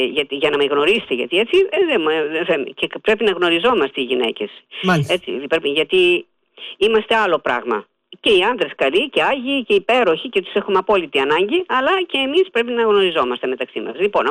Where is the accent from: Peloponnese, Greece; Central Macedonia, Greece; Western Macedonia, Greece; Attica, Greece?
Attica, Greece; Ilioupoli; Εγώ είμαι γεννημένη στην Ηλιούπολη, γέννημα θρέμα εδώ. Στην Ερημιά της Ηλιουπόλεως, μάλιστα. Είμαι από τις Ερημιές.